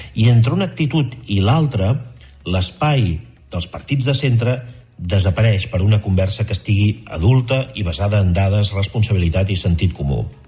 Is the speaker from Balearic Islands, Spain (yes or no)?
no; Catalonia, Spain